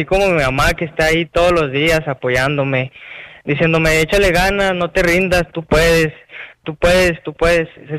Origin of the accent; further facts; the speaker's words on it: Mexico